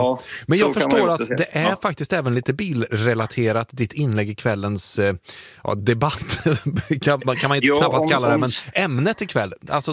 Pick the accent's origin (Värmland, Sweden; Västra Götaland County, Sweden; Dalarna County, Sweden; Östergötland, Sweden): Värmland, Sweden; jag har vuxit upp i Värmland